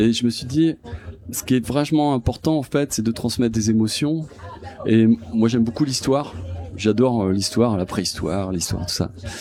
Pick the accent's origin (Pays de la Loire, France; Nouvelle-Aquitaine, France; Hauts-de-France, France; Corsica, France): Pays de la Loire, France; Saint-Nazaire; also born or lived in Nantes; moi, je suis nazérien. Je suis né à Saint-Nazaire. Je suis né à Nantes, mais j'ai vécu à Saint-Nazaire. Comme vous, j'étais adolescent ici. Lycée Aristide Briand